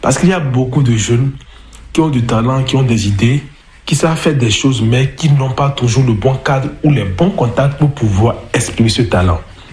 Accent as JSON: {"language": "French", "town": "Ouaké", "region": "Donga", "country": "Benin", "said": "chez nous à Waké."}